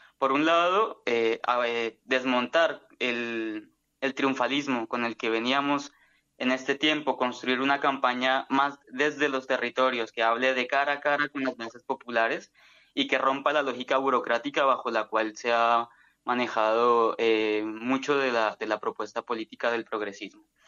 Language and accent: Spanish; Colombia